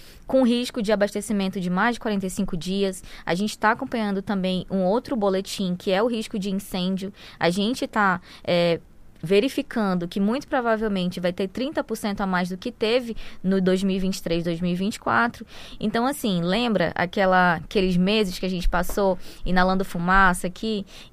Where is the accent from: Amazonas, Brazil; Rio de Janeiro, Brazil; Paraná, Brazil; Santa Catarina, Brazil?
Amazonas, Brazil; now in Roraima, Brazil; eu também sou do Amazonas, mas o Lavrado, ele me conquistou.